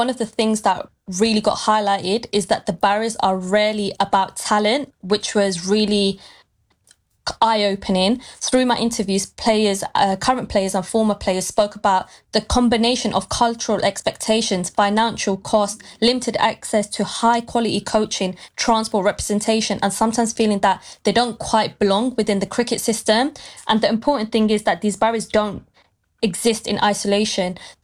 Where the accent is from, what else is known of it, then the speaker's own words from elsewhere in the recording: United Kingdom; as a British Pakistani woman